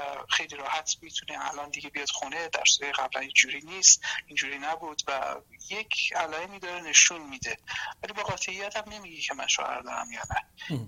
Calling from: Iran; چون از ایران هستم.

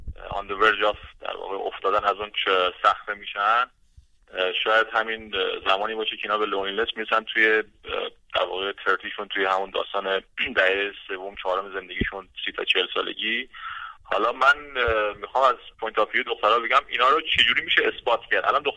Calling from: Iran; از ایران زنگ میزنم.

